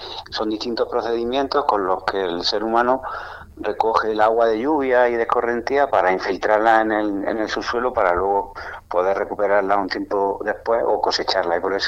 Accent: Guadix, Andalusia, Spain; la zona de Guadix, que de donde soy yo

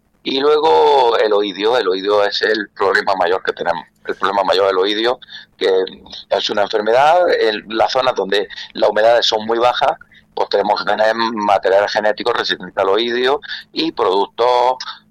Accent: La Vega, Almería, Andalusia, Spain; moved away; Yo soy de la Vega de Almería, de la Vega de acá de Almería, de mis padres y mi madre, que ya no está

